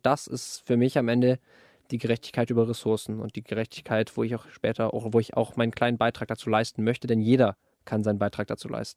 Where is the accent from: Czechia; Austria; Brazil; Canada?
Brazil; Es ist mir eine große Ehre, eine große Möglichkeit, als Frau, als Brasilianerin zu zeigen, wie ich hier lebe und was ich tue.